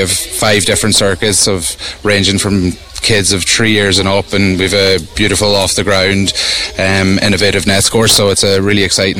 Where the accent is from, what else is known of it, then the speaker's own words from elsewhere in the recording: Ulster, Ireland; No, I'm a long way from home. I'm from Donegal.